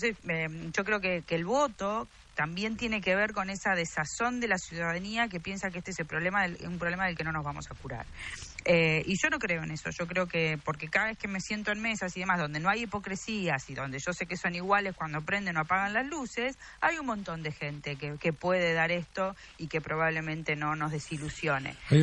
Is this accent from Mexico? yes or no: no; Argentina